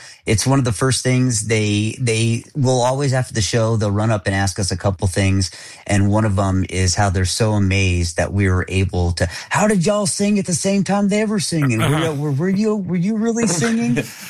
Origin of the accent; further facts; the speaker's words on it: Tucson, Arizona, United States; So I'm from Tucson, Arizona. I was part of the Tucson, Arizona Boys Chorus.